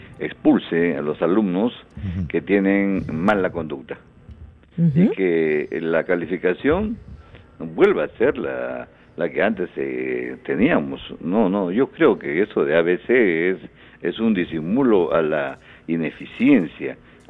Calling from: Peru; Y como peruano que soy

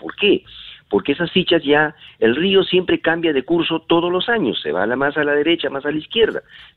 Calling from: Yangas, Lima, Peru; desde el Valle de Chillón, de Yangas, la capital del distrito de Santa Rosa de Gives.

